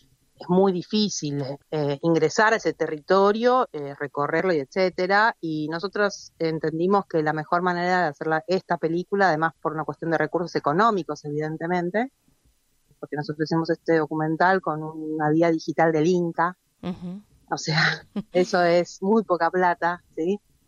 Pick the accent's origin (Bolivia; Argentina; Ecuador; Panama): Argentina; nosotras acá en Argentina, que es lo que somos, argentinas